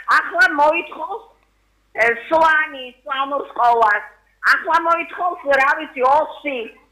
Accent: Kakheti, Georgia; კახელმა რატო უნდა ვიცოდე მეგრული?

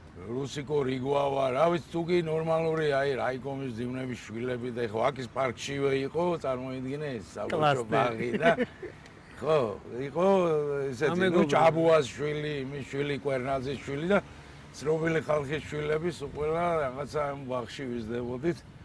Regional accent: Tbilisi, Georgia; გავიზარდე მოსაშვილის ქუჩა ვაგის პარკთან.

